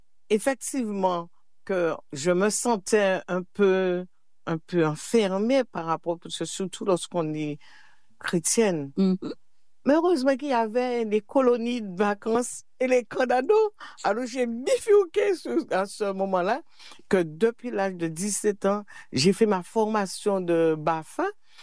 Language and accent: French; Petit-Canal, Guadeloupe; Eh bien, petite fille, je suis guadeloupéenne. J'ai été élevée dans une petite commune de la Guadeloupe qui est la Petit Canal